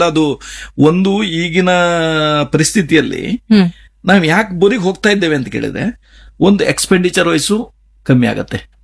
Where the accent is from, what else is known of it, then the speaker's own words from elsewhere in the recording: Kundapura, Karnataka, India; accent: Kundapura Kannada; ಇದು ನಮ್ಮ ಕುಂದಾಪುರ ಭಾಷೆ